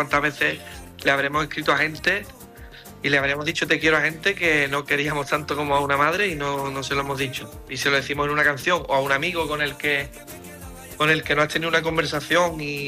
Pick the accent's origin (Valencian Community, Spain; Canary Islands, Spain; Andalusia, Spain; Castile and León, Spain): Andalusia, Spain; Cádiz; en Cádiz vamos a hacer solo una, igual que el año pasado, que es mi tierra, que es súper especial